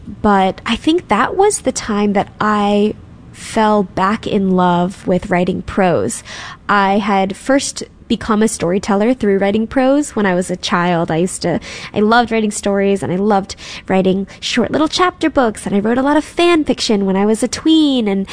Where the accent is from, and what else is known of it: St. Louis, Missouri, United States; born there